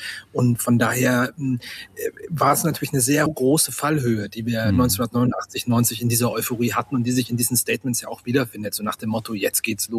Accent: Hettstedt, Saxony-Anhalt, Germany; in meiner Heimatstadt Hettstedt in Mansfeld-Südharz.

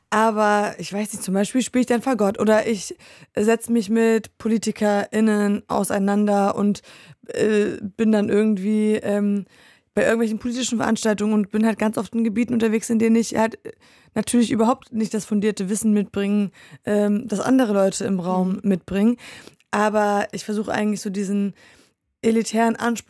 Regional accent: Poland; moved away; Also ich bin vor allem in Polen groß geworden

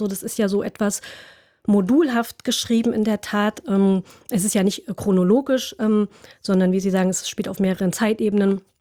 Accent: Germany; Also ich bin, wie gesagt, in der DDR geboren und aufgewachsen.

